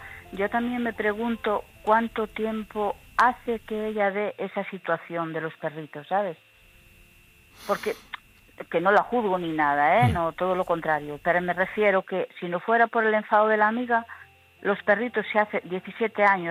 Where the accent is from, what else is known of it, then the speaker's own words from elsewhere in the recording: La Lanzada, Galicia, Spain; que yo soy de Galicia, de La Lanzada, no sé si conoces esta zona, que es muy bonita.